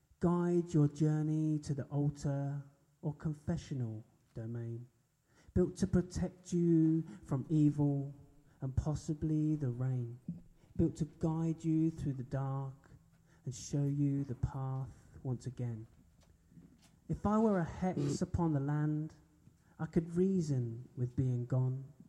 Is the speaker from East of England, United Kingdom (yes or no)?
yes; East of England, United Kingdom; I grew up in Norfolk, on the Norfolk-Cambridge border, and I'm the youngest of seven